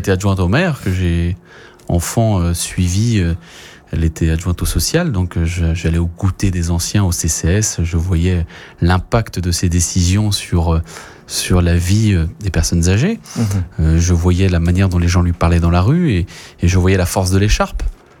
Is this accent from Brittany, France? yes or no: yes; Brittany, France